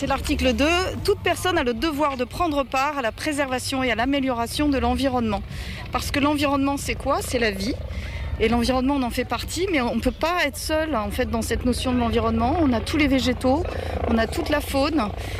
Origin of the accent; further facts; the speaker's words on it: Centre-Val de Loire, France; Mais nous, on vient d'Eure-et-Loire parce qu'on lutte contre un autre gros projet d'infrastructure